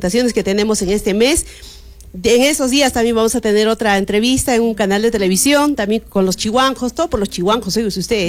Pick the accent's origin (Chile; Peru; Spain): Peru; Arequipa